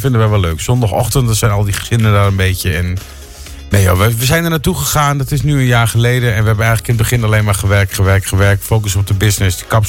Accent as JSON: {"language": "Dutch", "country": "Netherlands", "moved": "as an adult", "lives_now": "Benidorm, Spain", "said": "Ook niet toen ik nog in Nederland woonde."}